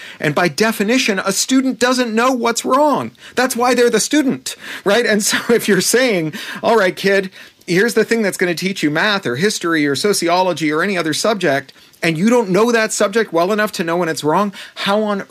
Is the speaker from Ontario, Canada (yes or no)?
yes; Toronto, Ontario, Canada; I grew up in Toronto. Like all the best Americans, I'm Canadian.